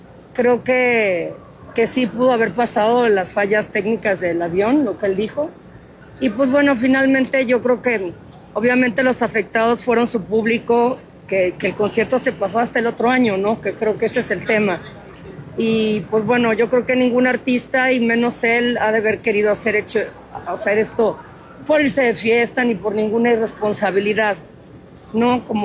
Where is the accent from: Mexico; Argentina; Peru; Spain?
Mexico; yo como mexicana orgullosa